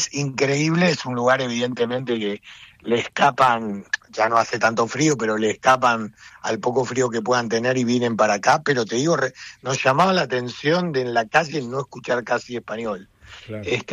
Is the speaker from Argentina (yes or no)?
yes; Argentina